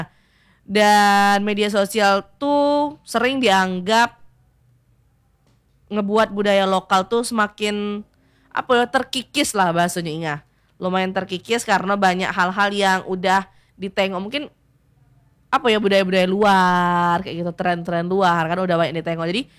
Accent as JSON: {"language": "Indonesian", "area": "Kedurang", "region": "Bengkulu", "country": "Indonesia", "said": "saya orang Kedurang ya Inga yo."}